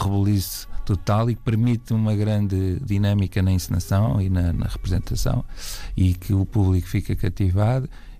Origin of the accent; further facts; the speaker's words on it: Portalegre, Alentejo, Portugal; na minha terra natal, Porto Alegre, do Marchão